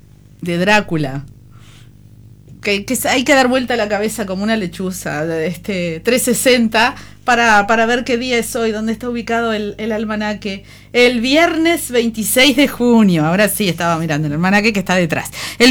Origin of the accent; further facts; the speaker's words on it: Uruguay; uno como buen uruguayo va dejando